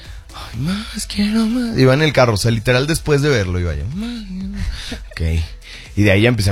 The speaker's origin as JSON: {"language": "Spanish", "country": "Mexico", "said": "yo soy mexicano, o sea, tengo que hablar en español"}